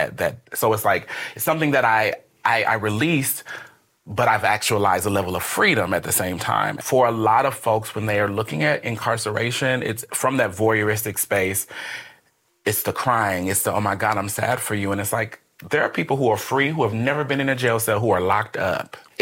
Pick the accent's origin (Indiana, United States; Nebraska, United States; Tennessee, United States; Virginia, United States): Nebraska, United States; Omaha; But I am a proud native Nebraskan, born and raised in Omaha, Nebraska, North Omaha, Nebraska, the birthplace of Malcolm X.